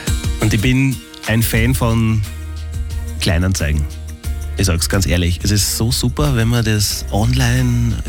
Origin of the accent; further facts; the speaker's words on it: Lower Austria, Austria; nahe meiner Heimat in Melk in Niederösterreich